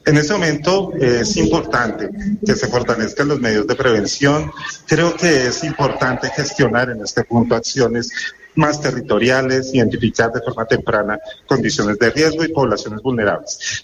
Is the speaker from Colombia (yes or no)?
yes; Colombia